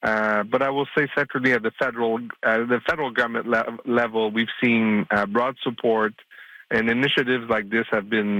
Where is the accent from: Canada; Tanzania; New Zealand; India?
Canada; gives me a lot of pride as a Canadian.